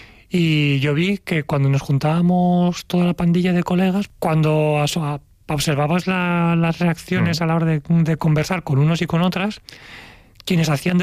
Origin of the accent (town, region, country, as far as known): Valencia, Valencian Community, Spain